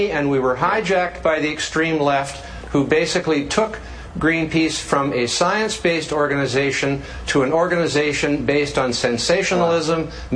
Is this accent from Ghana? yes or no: no; Canada; a little bit of warming would not be a bad thing for myself, being a Canadian